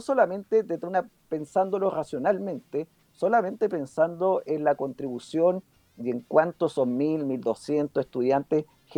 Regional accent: Yungay, Ñuble, Chile; moved away as an adult; also born or lived in Santiago; nací en Yungay, provincia, digamos, de Ñuble, ahora es región, pero me tuve que ir a Santiago

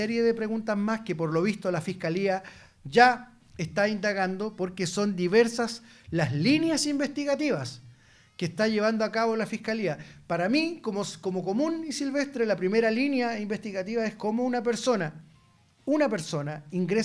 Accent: Chile; todos quienes somos chilenos

